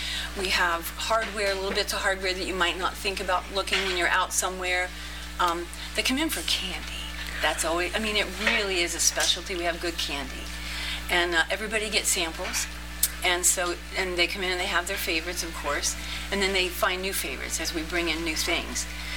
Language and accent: English; Harrisville, West Virginia, United States; born or raised there